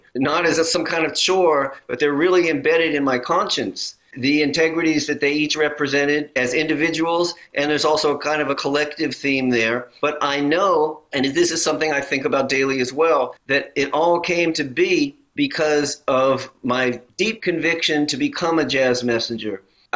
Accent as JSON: {"language": "English", "town": "New York City", "region": "New York", "country": "United States", "tie": "born or raised there", "said": "it motivated my moving back to my hometown of New York City when I was 19 in the spring of 1982."}